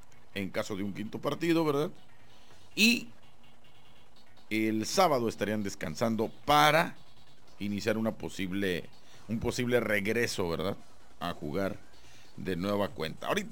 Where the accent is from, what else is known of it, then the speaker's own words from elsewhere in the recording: Guadalajara, Jalisco, Mexico; Yo soy de Guadalajara.